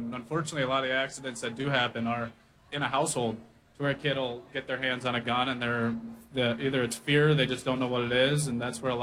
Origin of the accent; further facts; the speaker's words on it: Sioux Falls, South Dakota, United States; Growing up in Sioux Falls, my dad taught me and all my brothers how to hunt.